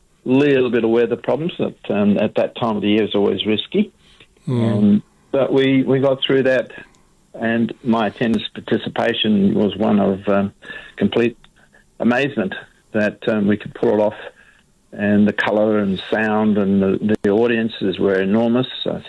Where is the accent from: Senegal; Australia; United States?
Australia; Western Australia; also born or lived in Perth / Carnarvon; down our way.